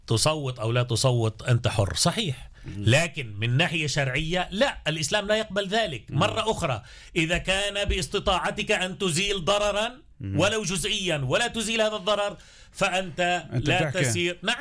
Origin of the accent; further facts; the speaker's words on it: Israel; نحن كعرب فلسطينيين في الداخل